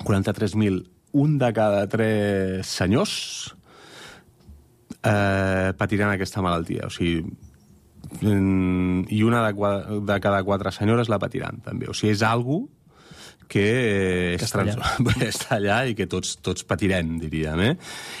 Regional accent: Barcelona, Catalonia, Spain; born there; moved away as an adult; also born or lived in Berlin, Germany; jo que vinc de... o que vaig néixer a Horta i que vaig viure durant molts anys a Gràcia i vaig estar vivint a Berlín durant temps

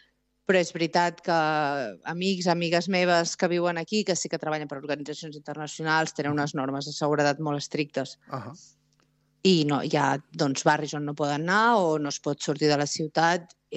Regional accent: Celrà, Catalonia, Spain; now in Ouagadougou, Burkina Faso; a Celrà, que és el meu poble d'on soc.

